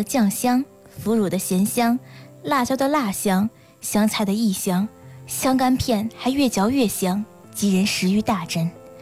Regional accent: Tianjin, China; 咱们天津人的美食呀，是从一顿早点开始的。

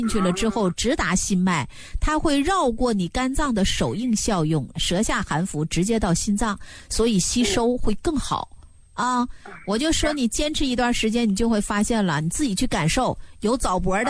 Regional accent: North China, China; 你像我老家是北方的

